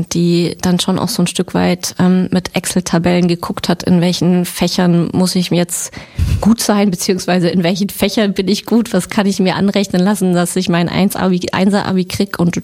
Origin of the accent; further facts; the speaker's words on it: Freiburg, Baden-Württemberg, Germany; Ich komme aus der Sonnenstadt, genau.